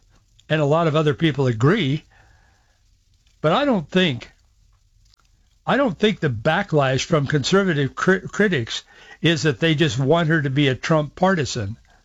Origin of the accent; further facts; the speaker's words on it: Yakima, Washington, United States; By the way, I was born in Yakima, December of 1951. I'm 74.